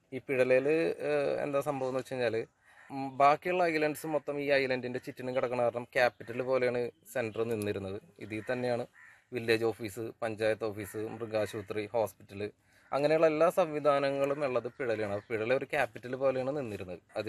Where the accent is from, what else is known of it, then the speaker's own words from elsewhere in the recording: Kerala, India; ഞാൻ ജനിച്ചു വളർന്ന ഇവിടെ തന്നെയാണ്.